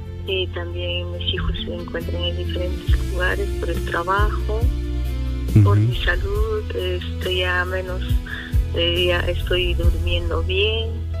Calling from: Huancayo, Junín, Peru; desde Huancayo

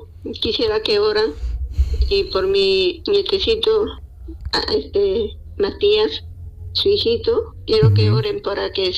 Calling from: Lima, Peru; De acá, de San Juan del Urigancho.

